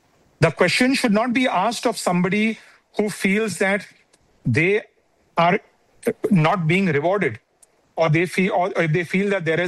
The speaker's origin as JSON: {"language": "English", "country": "India"}